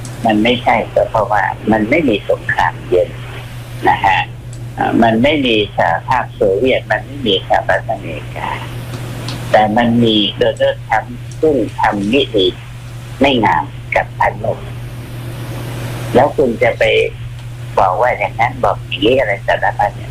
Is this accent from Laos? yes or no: yes; Vientiane Province, Laos; ที่ลาวแต่บ้านเกิดเนี่ยห่างจากนครเวียงจันทร์50กิโลแต่อยู่อีกแขวงหนึ่งเขาเรียกว่าแขวงเวียงจันทร์